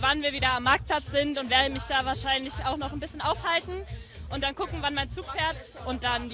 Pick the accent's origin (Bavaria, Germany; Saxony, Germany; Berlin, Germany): Saxony, Germany; Nein, ich komme aus Sachsen.